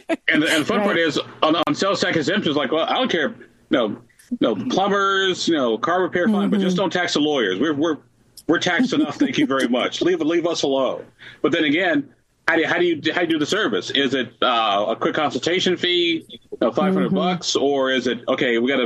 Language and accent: English; Illinois, United States; now in Indiana, United States; Back in my home state of Illinois, they finally started to look at township government, believe it or not.